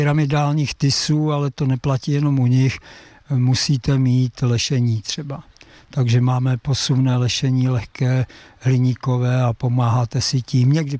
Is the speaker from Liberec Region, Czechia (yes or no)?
yes; Liberec, Liberec Region, Czechia; born there